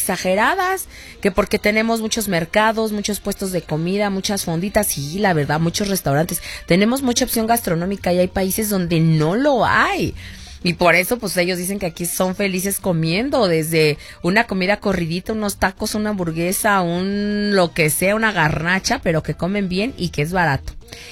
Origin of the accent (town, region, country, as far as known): Mexico